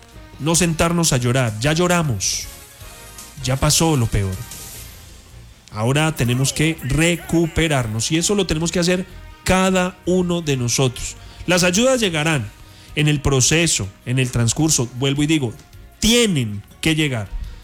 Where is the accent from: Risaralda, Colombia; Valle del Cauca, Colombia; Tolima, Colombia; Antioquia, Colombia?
Risaralda, Colombia; Pereira; nosotros los pereiranos